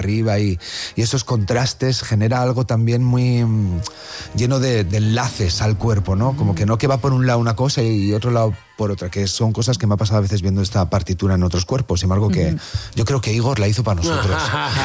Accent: Valladolid, Castile and León, Spain

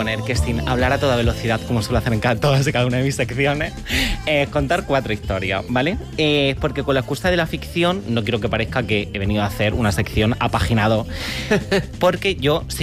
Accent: Almería, Andalusia, Spain; el episodio que se ambienta en mi tierra, en Almería.

